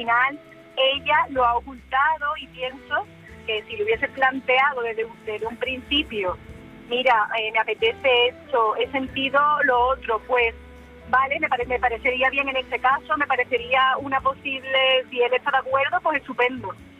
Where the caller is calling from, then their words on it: Cádiz, Andalusia, Spain; Sí, volvemos a casa. Somos de Cádiz.